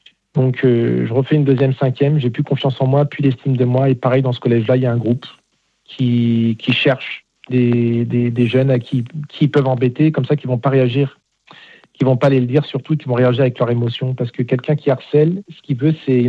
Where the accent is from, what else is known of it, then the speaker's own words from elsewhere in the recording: Nanterre, Île-de-France, France; Donc, de base, moi, j'étais de Nanterre, j'étais dans une cité. Donc, je suis arrivé à Rueil-Malmaison. C'est pas du tout le même milieu et même contexte.